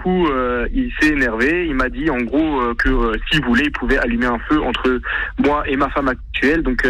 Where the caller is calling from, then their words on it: Toulon, Provence-Alpes-Côte d'Azur, France; je suis à Toulon